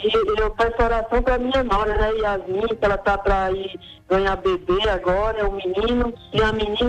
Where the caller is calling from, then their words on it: Natal, Rio Grande do Norte, Brazil; De Natal, Rio Grande do Norte.